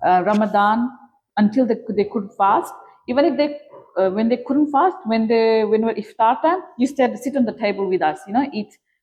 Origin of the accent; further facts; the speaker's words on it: Fiji; moved away as an adult; now in Australia; Because we're from Fiji